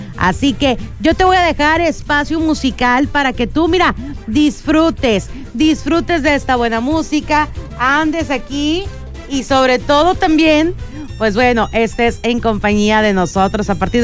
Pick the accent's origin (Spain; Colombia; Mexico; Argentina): Mexico; a como somos nosotros, a como somos los mexicanos.